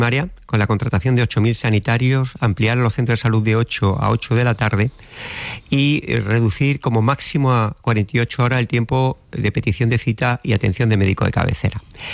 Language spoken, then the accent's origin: Spanish; Andalusia, Spain; Bueno, yo soy más andaluz y más de pueblo que la amapola